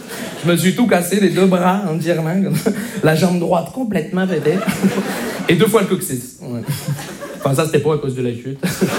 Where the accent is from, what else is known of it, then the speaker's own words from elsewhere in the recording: Montreal, Quebec, Canada; Bonjour, je me présente … je viens de Montréal.